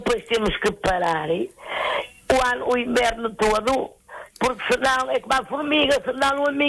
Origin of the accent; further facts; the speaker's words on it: Angeiras, Norte, Portugal; moved away; lá da minha terra em Anjeiras